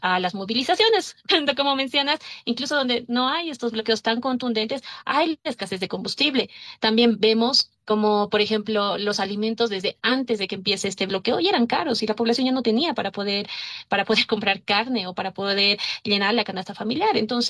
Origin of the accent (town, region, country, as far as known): Bolivia